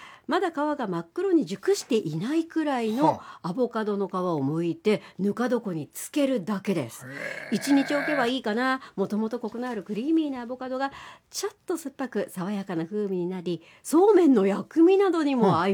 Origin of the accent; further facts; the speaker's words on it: Kanagawa, Japan; 江戸っ子、うん、まあ、出身は神奈川県です